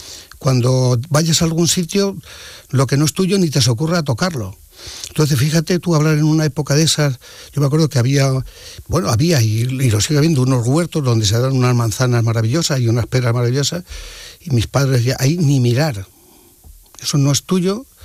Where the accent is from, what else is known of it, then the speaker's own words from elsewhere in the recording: Mercadillo, Castile and León, Spain; moved away; para mí lo más importante es mi pueblo, que duda cabe. Mercadillo es donde yo nací, donde crecí, donde verdaderamente me transmitieron los valores. Es una aldea, no es un pueblo. El pueblo es Narrillo del Álamo, como decías, y cabeza de partido es Piedrahíta. Esta es una gran villa, está pegada a la sierra